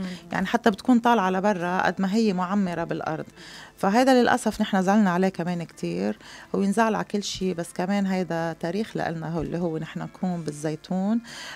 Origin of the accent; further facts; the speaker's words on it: Kfar Kela, Nabatieh Governorate, Lebanon; الضيعة اللي أنا بنتسب لها اللي هي ضيعة كفركلة